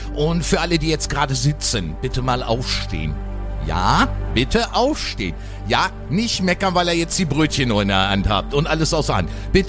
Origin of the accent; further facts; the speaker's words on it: Hannover, Lower Saxony, Germany; Das ist Musik übrigens aus meiner Heimatstadt Hannover.